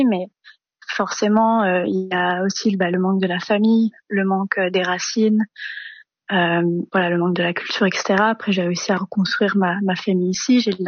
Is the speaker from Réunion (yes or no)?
yes; Réunion; moved away as an adult; now in Perth, Australia; Du coup, j'ai déménagé à Perth spécifiquement quand j'avais 18 ans. Donc là, ça va faire environ 8 ans que j'y suis.